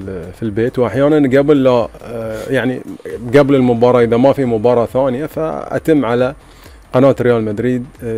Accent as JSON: {"language": "Arabic", "country": "Bahrain", "said": "احنا هنا عندنا في البحرين"}